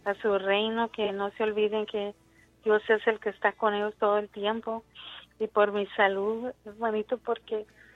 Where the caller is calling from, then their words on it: Brownsville, Texas, United States; De Brownsville.